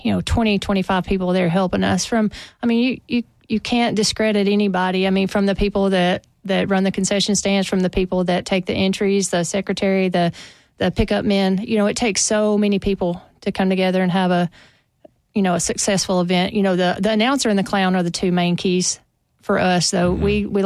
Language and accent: English; Tennessee, United States; they're from Oklahoma, we're from Tennessee